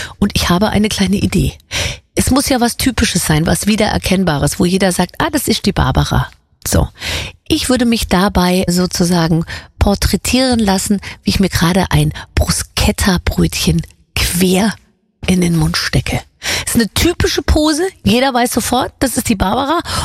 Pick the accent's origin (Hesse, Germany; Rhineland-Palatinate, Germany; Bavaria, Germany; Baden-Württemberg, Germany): Bavaria, Germany; Gröbenzell; dass vielleicht irgendwann mal eine Gemeinde, vielleicht sogar meine Heimatgemeinde Gröbenzell, auf mich zukommt